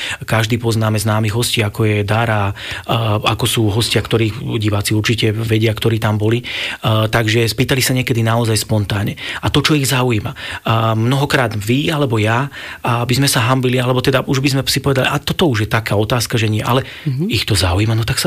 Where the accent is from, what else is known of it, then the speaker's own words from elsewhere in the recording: Banská Štiavnica, Banská Bystrica Region, Slovakia; ako chlapec v Banskej Štiavnici to bolo, tam som študoval, takže tam som bol na strednej škole, ale vlastne už na základnej škole.